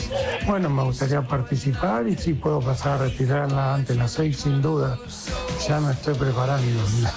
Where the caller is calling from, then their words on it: Buenos Aires, Argentina; de Barracas.